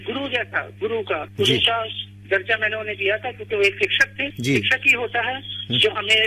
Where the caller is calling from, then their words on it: Jabalpur, Madhya Pradesh, India; जबलपुर से।